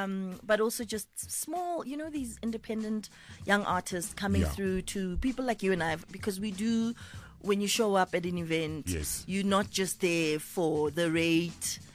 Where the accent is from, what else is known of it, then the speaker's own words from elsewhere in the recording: Gauteng, South Africa; born there; also born or lived in Alexandra, Johannesburg; And also in my hood, coming from the Vaal